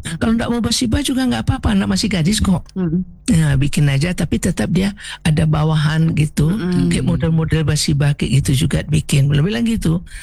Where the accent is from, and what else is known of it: West Sumatra, Indonesia